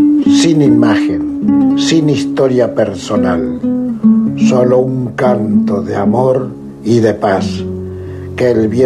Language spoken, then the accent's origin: Spanish; Argentina; soy un argentino, cantor de artes olvidadas, que camina el mundo